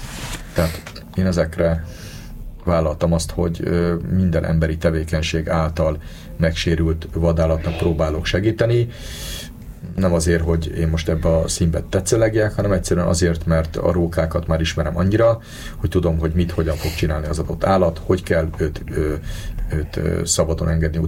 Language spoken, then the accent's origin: Hungarian; Budapest, Hungary; bár ugye én is pesti vagyok, de pontosan tudom, hogy az adott kis erdők is hogy tűnnek el.